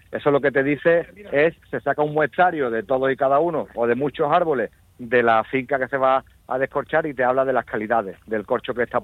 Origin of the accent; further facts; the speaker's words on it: Alcalá de los Gazules, Andalusia, Spain; de nuestro pueblo, de mi pueblo, de Alcalá de los Gazules.